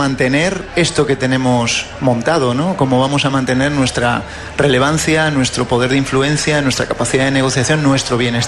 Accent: Cantabria, Spain; Pero yo, por ejemplo, vengo de Cantabria y tenemos muy claro dónde estábamos, ¿no?, en el 1300 a.C.

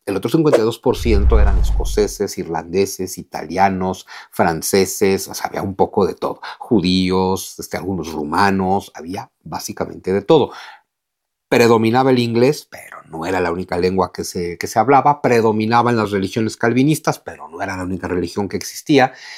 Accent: Mexico

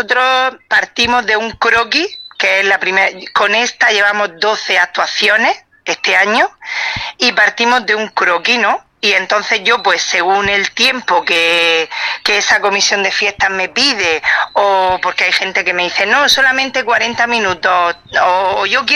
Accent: Lorca, Region of Murcia, Spain; born there; mis padres siempre, bueno, ellos eran andaluces y a mí, pues yo nací aquí en Lorca

